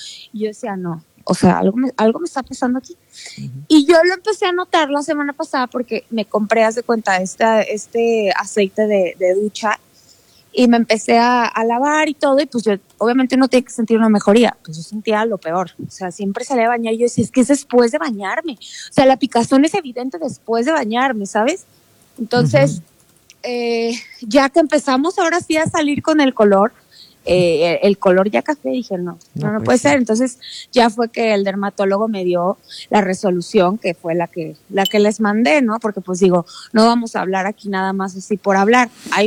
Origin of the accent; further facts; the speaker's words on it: Mexico; lo ignoré como buena mexicana.